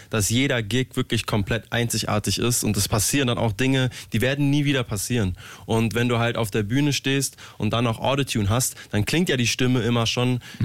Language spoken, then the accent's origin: German; Berlin, Germany; Der erste ist … dedicated an meine Heimat Berlin.